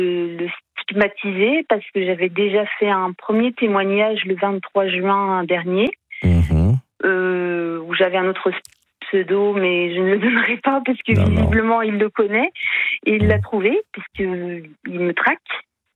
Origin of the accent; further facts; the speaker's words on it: Brittany, France; born there; now in Paris region, France; je suis née en Bretagne, mais je vis, comme beaucoup de Bretons, en région parisienne.